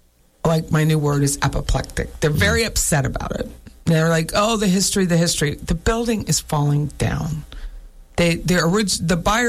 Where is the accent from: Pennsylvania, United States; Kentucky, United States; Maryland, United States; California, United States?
Pennsylvania, United States; Harrisburg; I'm from Harrisburg, PA, and we have an old high school that I went to called Bishop McDevitt.